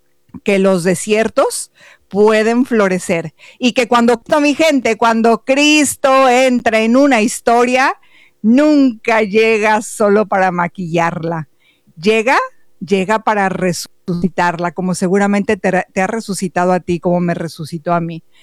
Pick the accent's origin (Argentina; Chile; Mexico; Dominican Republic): Mexico; Yo como mexicana Ana, todos somos